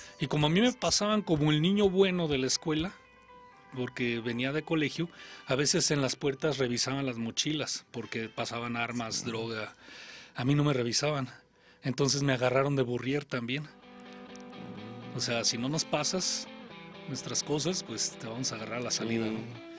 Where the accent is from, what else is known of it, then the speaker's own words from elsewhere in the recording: Michoacán, Mexico; y luego de donde yo soy, pues sí estaba bien grueso, porque entré a una escuela donde ya había chavos de 13 años. En Michoacán, ¿verdad? En Michoacán.